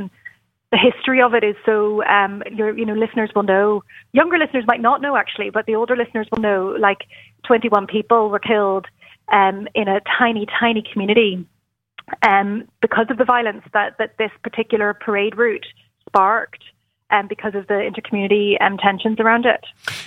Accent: Belfast, Northern Ireland, United Kingdom; moved away; I'm from Belfast originally

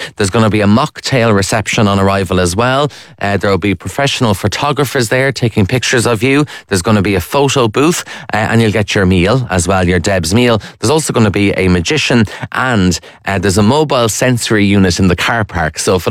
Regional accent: Kildare, Leinster, Ireland; I'm from Kildare

